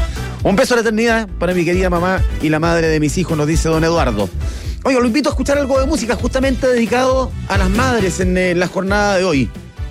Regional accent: Valdivia, Los Ríos, Chile; soy un valdiviano y exalumno del Salesiano, vivo en Coyhaique. Compartimos esas dos partes, valdiviano y salesiano.

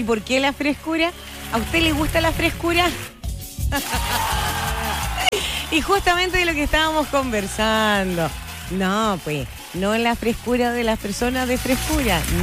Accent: Chile; nosotros como chilenos tenemos que comprar neumático de otros países

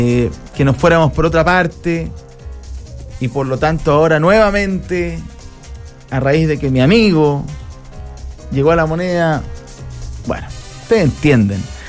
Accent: Chile; Y aquí nosotros, como chilenos, chilenas, tenemos que tomar postura.

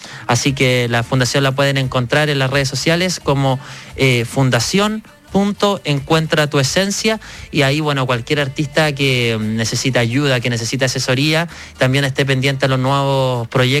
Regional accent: Curacaví, Santiago Metropolitan Region, Chile; enviarle un cariñoso saludo a mi Curacaví, que me ha visto crecer, que es mi tierra

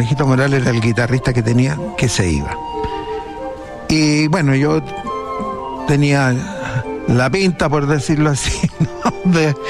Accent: Iquique, Tarapacá, Chile; Yo había leído Inostroza cuando era chico en Iquique. Este haber tenido 9 años, 10 años, de ahí el Combate Nacional de Quique, se me caían las lágrimas.

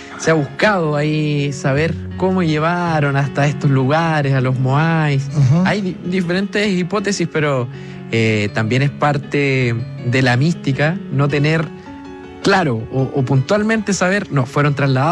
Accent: Santiago, Santiago Metropolitan, Chile; Soy de región, soy de Santiago

